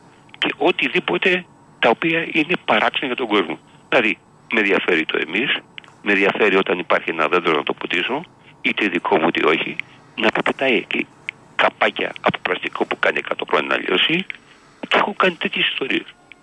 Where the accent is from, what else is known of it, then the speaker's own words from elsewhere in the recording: Kaisariani, Attica, Greece; Εγώ γεννήθηκα στην Κεσαριανή, ο πατέρας Μικρά Ασία